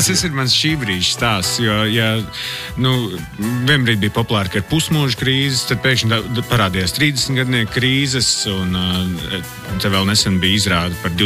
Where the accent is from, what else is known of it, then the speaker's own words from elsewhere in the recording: Riga, Latvia; born there; first language Latgalian; Latvian is a second language; also born or lived in Latgale; es jau tiešām lielāko mūžu daļu, nu, pirmās klases es esmu dzīvojis Rīgā.